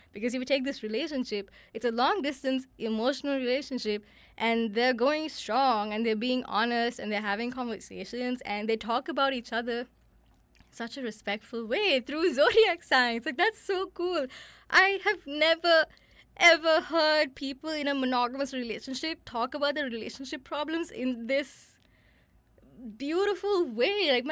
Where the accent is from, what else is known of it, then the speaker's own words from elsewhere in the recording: Sri Lanka; now in Vancouver, Canada; I grew up in Sri Lanka, where monogamy was the norm